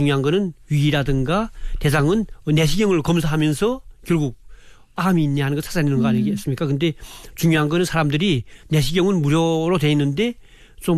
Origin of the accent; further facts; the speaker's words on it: North Korea; now in South Korea; 근데 우리 탈북자분들이 그런 거 처음에 와서도 무시한 분들 꽤 많아요.